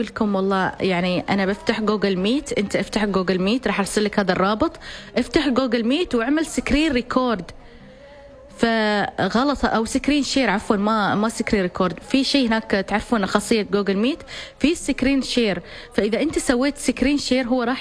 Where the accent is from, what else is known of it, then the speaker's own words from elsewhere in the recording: Oman; كلنا نحن كعمانيين نتجنب الاحتيال الإلكتروني،